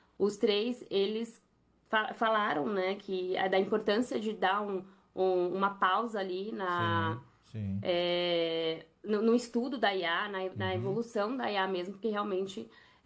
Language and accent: Portuguese; São Paulo, Brazil